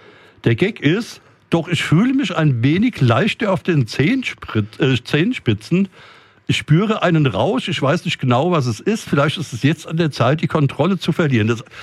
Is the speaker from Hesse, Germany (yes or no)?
yes; Mörfelden-Walldorf, Hesse, Germany; ich komme ja aus Merfelden-Walldorf, Stadtteil Merfelden.